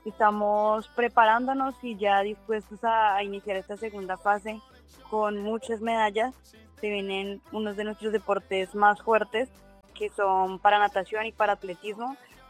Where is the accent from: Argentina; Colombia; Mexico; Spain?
Colombia; a nosotros como colombianos